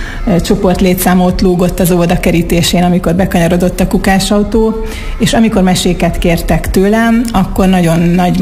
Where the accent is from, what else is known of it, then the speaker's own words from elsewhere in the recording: Miskolc, Borsod-Abaúj-Zemplén, Hungary; also born or lived in Norway; Még Norvégiából is nagy örömmel követtem, figyelemmel, hogy mi zajlik a szülővárosomban, illetve még a gimnáziumot is itt jártam. Úgyhogy nagyon kedves számomra Miskolc